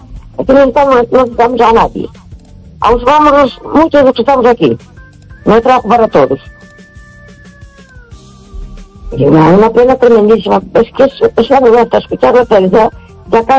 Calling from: A Coruña, Galicia, Spain; de Coruña.

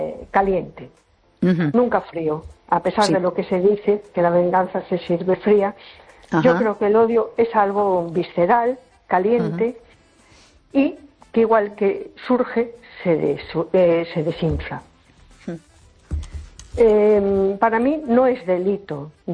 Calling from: A Coruña, Galicia, Spain; de Coruña.

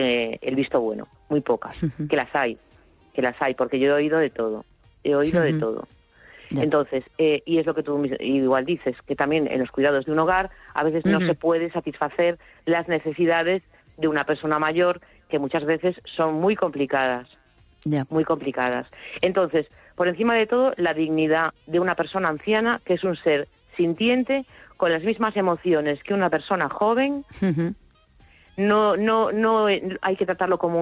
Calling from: A Coruña, Galicia, Spain; Hola, buenas noches. … de La Coruña.

